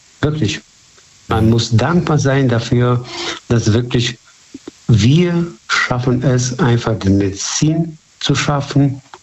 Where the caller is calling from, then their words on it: Bad Godesberg, North Rhine-Westphalia, Germany; Bad Godesberg.